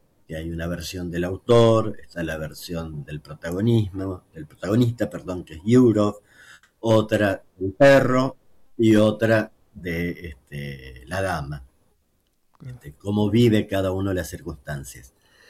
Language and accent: Spanish; Santa Fe, Argentina; moved away as an adult; also born or lived in Buenos Aires; Santa Fe, capital de donde soy, donde estoy ahora, de nuevo